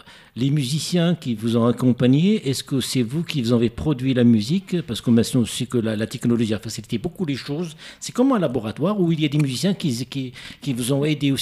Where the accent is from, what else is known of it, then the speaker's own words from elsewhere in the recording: Casablanca, Casablanca-Settat, Morocco; c'est ma ville natale également.